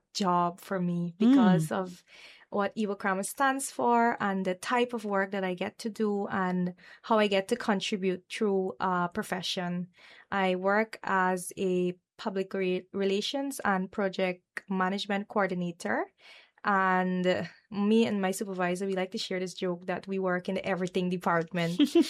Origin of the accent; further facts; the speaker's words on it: Pakuri, Demerara-Mahaica, Guyana; Well, I'm from Pakuri, St. Cuthbert's Mission. That is the only titled village in Region 4. I was born there to my parents … I'm the third of five children. And I left the village